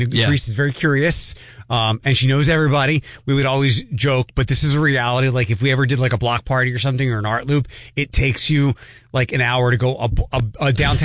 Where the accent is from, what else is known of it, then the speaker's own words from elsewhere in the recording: Philadelphia, Pennsylvania, United States; And you'd laugh when I grew up in Philadelphia.